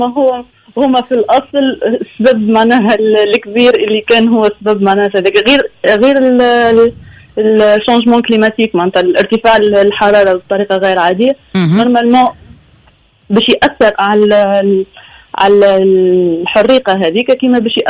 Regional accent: Tunisia; عندنا في حمامات في نابل في بنزرت

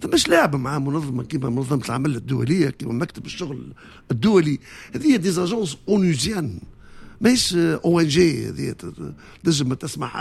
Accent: Tunisia; عندنا في تونس

